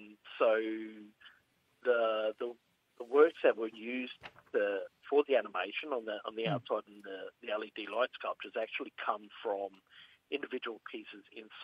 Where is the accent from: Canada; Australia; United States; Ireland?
Australia; Queensland; also born or lived in Moa Island; Well, I grew up on First Island, family from Moa Island, up in Torres Straits.